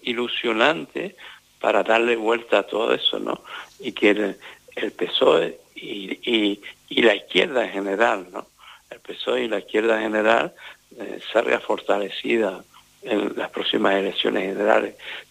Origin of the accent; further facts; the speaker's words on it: Canary Islands, Spain; tú lo sabes que escribo mucho por los temas de Canarias, ¿no?